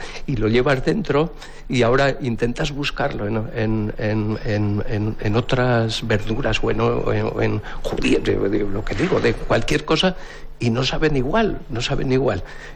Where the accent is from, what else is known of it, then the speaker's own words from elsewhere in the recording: Tardienta, Aragon, Spain; now in Huesca, Spain; es mi pueblo, es mi vida, es mi todo, Tardienta. Yo sin Tardienta no sabría vivir. Mi mujer me dice, ¿cuánto te das para Tardienta? Digo, pues es que es lo mío, es... Nací aquí, vivo